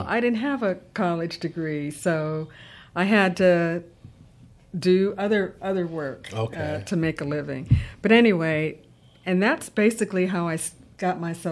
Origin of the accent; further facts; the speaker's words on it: Tucson, Arizona, United States; moved away as an adult; Well, originally, I'm from Tucson, Arizona.